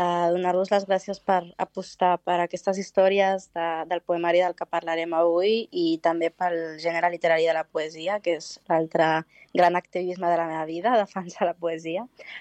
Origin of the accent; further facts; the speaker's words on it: Valencian Community, Spain; jo vaig créixer al País Valencià, a la província de Castelló, pensant que era una més d'aquesta societat, no?, heterogènia i diferent